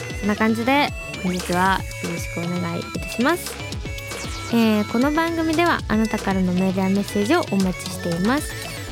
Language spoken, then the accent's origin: Japanese; Gunma, Japan; now in Tokyo, Japan; 群馬県出身でして、今はこの学校に入るために東京に来ておりまして、一人暮らしをしています。